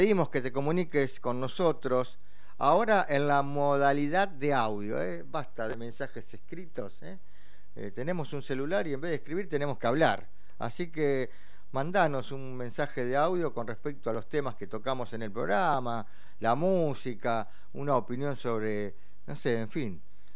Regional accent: Argentina; Más allá de que uno, como argentino, por ahí pretendía otra cosa

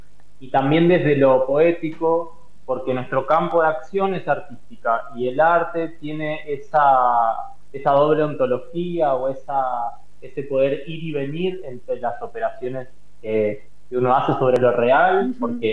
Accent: Posadas, Misiones, Argentina; born there; Posadas, que es el lugar donde yo nací, que es frontera con Encarnación, Paraguay

